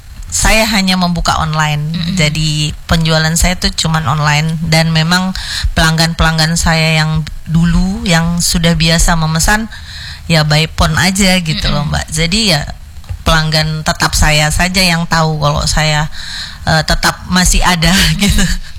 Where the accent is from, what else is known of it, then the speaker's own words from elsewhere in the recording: East Kalimantan, Indonesia; daerah saya, Kutai Kartanegara.